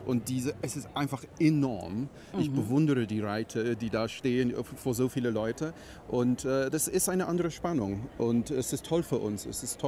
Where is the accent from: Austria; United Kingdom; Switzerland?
United Kingdom; England; German is a second language; now in Aachen, Germany; Ich bin ein großer James Bond Fan, natürlich als Engländer.